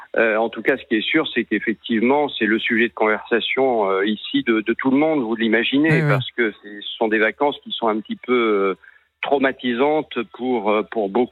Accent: Nouvelle-Aquitaine, France; born there; now in Paris, France; Écoutez, moi je suis en Gironde, qui est ma terre natale.

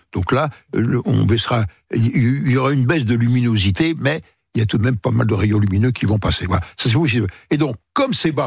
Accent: Paris, Île-de-France, France; moi je parle pour Paris, en tant que Parisien

